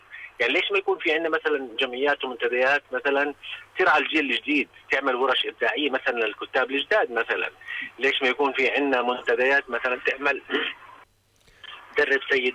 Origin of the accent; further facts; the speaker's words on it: Jordan; احنا في عندنا بالأردن